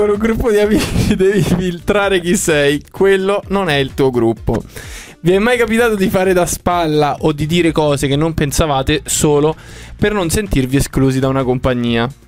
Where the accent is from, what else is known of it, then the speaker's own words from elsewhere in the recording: Fiano Romano, Lazio, Italy; moved away; nel mio paesino a Roma, cioè a Fiano Romano